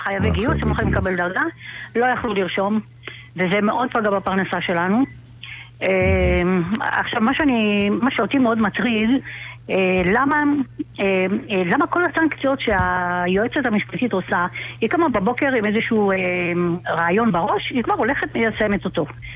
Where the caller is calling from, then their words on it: Ashdod, Southern District, Israel; אני מאשדוד